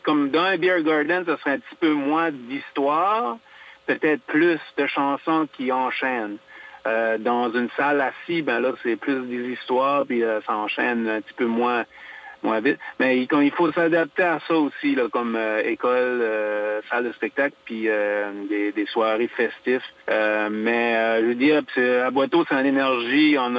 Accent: Acadia, Canada; Puis, tu sais, on est acadien, mais on a beaucoup d'influence anglaise aussi.

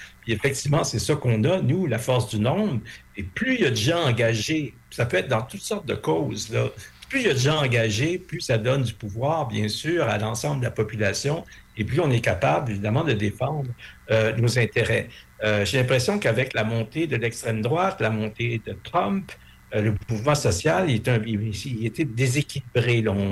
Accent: Quebec, Canada

